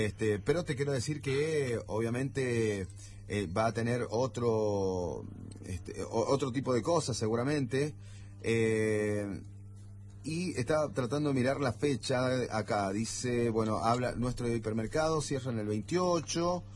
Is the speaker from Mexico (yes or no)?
no; Tres Esquinas, Argentina; Donde hice mi niñez ahí.